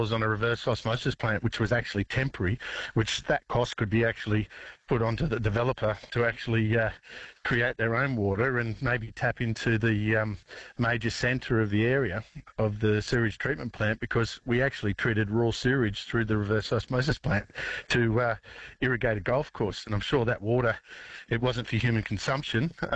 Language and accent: English; Doonan, Queensland, Australia; I'm from Doonan I'm up at Karoi Mountain at the moment.